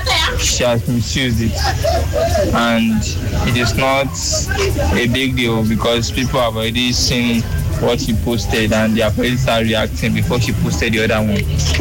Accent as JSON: {"language": "English", "region": "Rivers", "country": "Nigeria", "said": "I'm from River State. Starting from River State."}